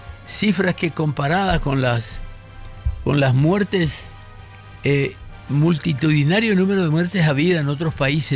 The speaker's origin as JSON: {"language": "Spanish", "country": "Paraguay", "said": "quiénes somos los paraguayos"}